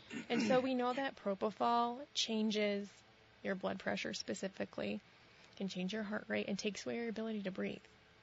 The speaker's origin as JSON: {"language": "English", "town": "Sheldon", "region": "Vermont", "country": "United States", "tie": "born or raised there", "said": "I grew up in Sheldon, Vermont."}